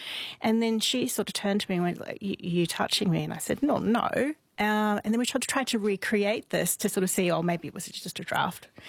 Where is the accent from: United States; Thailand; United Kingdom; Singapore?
United Kingdom; Edinburgh, Scotland; So I grew up in Edinburgh, which I consider the centre of the ghost world. So my childhood was full of, dark alley.